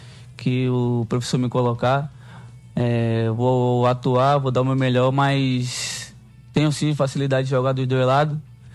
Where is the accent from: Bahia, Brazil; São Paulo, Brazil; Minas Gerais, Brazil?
Bahia, Brazil; Salvador; Eu sou nordestino, sou de Salvador.